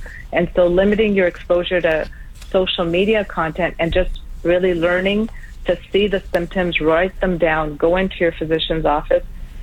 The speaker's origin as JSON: {"language": "English", "country": "Canada", "said": "even though I'm Canadian"}